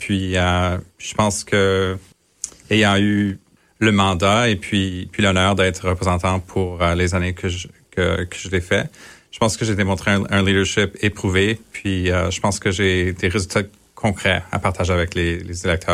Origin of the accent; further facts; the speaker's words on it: Manitoba, Canada; je suis franco-manitobain.